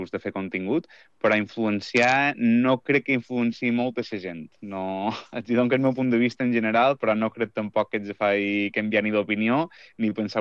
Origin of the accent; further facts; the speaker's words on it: Sineu, Balearic Islands, Spain; Jo soc de Sineu. La meva mare és … de Santa Catalina, i mon pare és de Zamora. I jo he nascut i m'he criat i visc encara dia d'avui a Sineu.